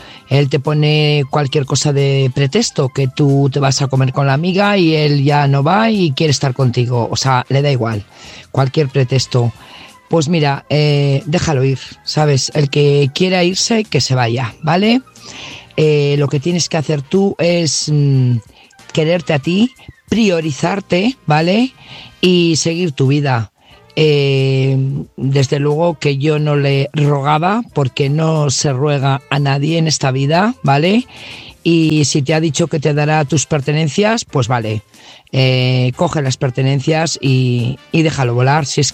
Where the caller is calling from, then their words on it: Burgos, Castile and León, Spain; Buenas noches … corresponsal de Burgos.